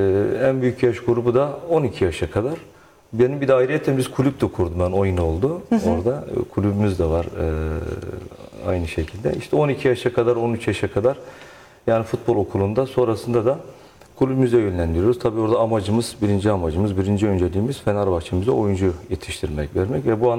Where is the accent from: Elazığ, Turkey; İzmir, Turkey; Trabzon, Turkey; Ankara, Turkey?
Elazığ, Turkey; born there; moved away as an adult; now in Çanakkale, Turkey; Ben de 1974 Elazığ doğumluyum. Uzun zaman oldu Çanakkale'deyim.